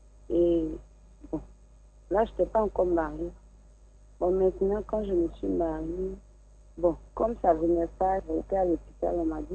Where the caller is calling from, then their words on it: Abidjan, Côte d’Ivoire; De Lokodjuru.